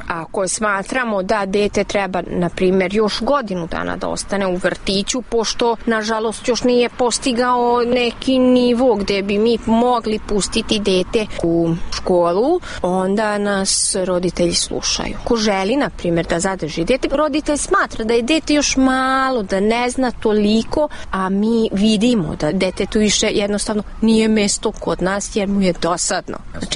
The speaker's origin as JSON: {"language": "Serbian", "region": "Vojvodina", "country": "Serbia", "first_language": "Hungarian", "second_language": "Serbian", "lives_now": "Hungary", "said": "Ja sam Mađarica iz Vojvodine. Moj maternji jezik je mađarski, ali govorim srpski jezik kao tamo kod nas jezik sredine."}